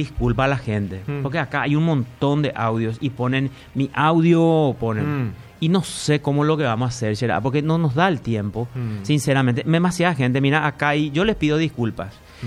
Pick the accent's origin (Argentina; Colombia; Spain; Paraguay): Paraguay; Así somos los paraguayos.